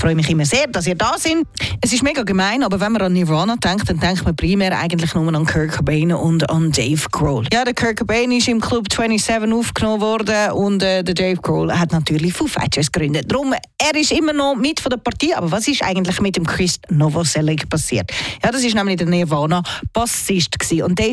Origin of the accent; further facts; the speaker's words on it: Switzerland; Bei uns in der Schweiz ist es ein bisschen vielfältiger.